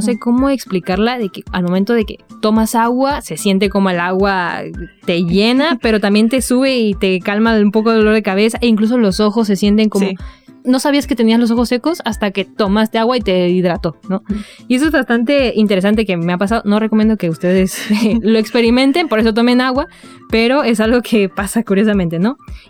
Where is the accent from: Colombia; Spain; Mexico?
Mexico; soy licenciada en nutrición, vengo desde México